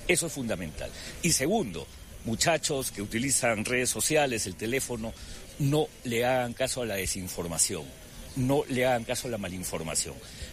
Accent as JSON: {"language": "Spanish", "country": "Colombia", "said": "Para mí Colombia es mi tierra."}